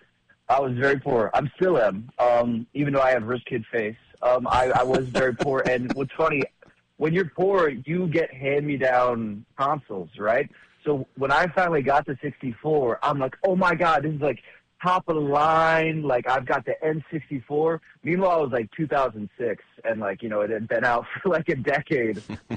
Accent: Philadelphia, Pennsylvania, United States; I was conflicted because I'm from West Philly and I'm also a comedian.

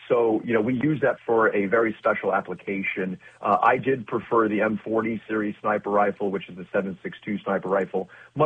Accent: Sunnyvale, California, United States; I'm happy to be representing on a show out of my hometown, you know, San Francisco and San Jose. Very glad to be on.

